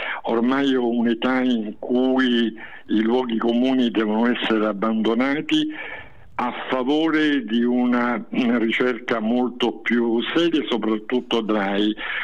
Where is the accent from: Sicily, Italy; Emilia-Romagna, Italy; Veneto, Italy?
Sicily, Italy; now in Tuscany, Italy; con la mia terra, con la Sicilia